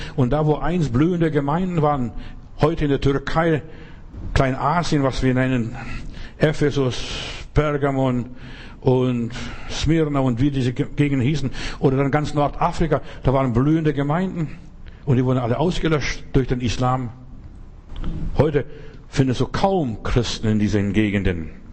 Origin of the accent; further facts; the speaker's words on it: Bavaria, Germany; ich bin ja in Bayern groß geworden